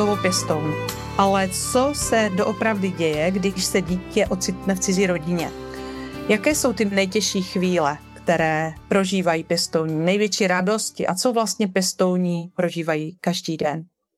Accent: North Moravia, Czechia; accent: North Moravian; posluchači poznají, že jsme ze Severní Moravy, prostě máme krátké zubaky, s tím se nedá nic dělat, i když se snažíme.

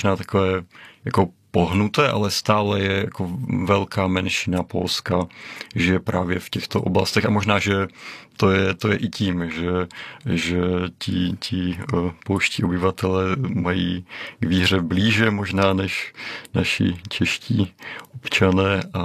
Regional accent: Moravian-Silesian Region, Czechia

